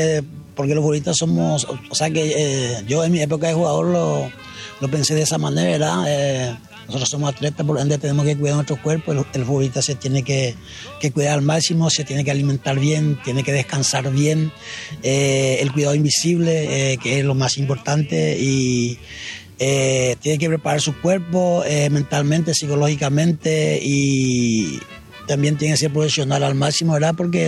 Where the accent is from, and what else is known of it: Paraguay